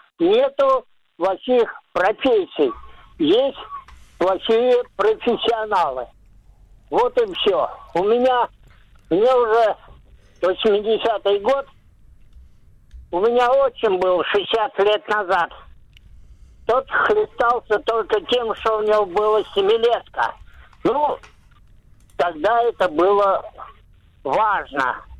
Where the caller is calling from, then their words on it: Kolpino, Saint Petersburg, Russia; Из Колпино.